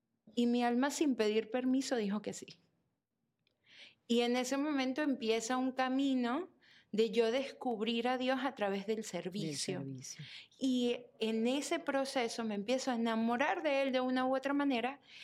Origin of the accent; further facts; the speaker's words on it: Venezuela; moved away as an adult; como mencionaste, soy venezolana, llegué a este país hace 12 años